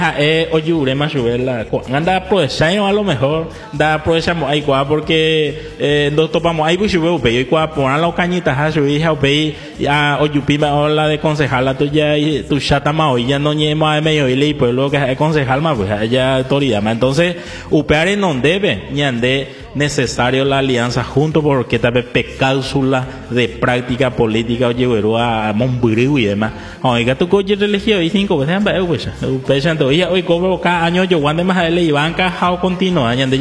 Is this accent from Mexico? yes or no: no; Paraguay